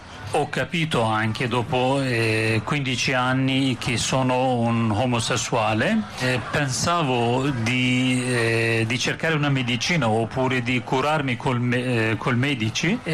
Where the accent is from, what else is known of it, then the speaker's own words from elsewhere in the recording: Bismil, Diyarbakır Province, Turkey; born there; Italian is a second language; moved away; Sono nato nel 1988 nel Kurdistan, a Bismil.